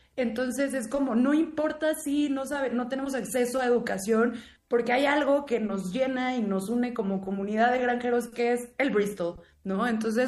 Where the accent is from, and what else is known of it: Mexico